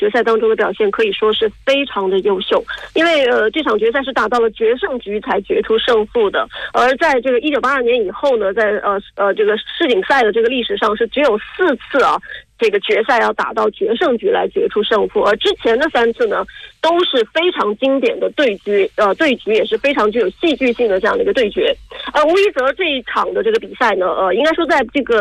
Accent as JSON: {"language": "Chinese", "country": "China", "said": "更年轻的吴一泽把这个冠军奖杯留在了我们中国人手里"}